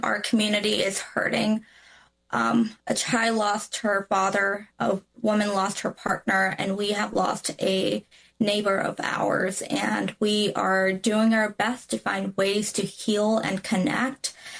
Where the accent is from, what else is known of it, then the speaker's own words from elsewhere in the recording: Texas, United States; So I grew up in Texas, and my introduction to Maine was actually just that, walking around Biddeford